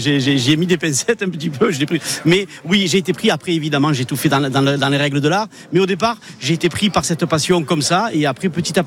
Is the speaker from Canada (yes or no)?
no; Provence-Alpes-Côte d'Azur, France; born there; moi j'ai un pédigré un peu atypique, je suis né en Camargue, mais mes parents sont de Tunisie, mes grands-parents aussi.